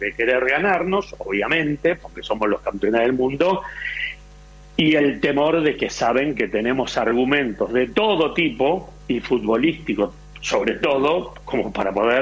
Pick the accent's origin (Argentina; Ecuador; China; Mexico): Argentina; moved away as an adult; now in Spain; Entre argentinos lo podemos decir.